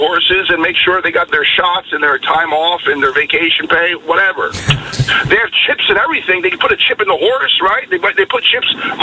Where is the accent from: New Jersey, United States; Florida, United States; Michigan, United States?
New Jersey, United States; now in California, United States; I'm from New Jersey, by the way.